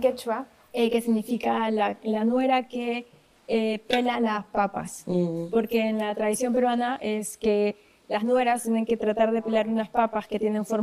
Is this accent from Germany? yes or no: yes; Germany; Crecí en Alemania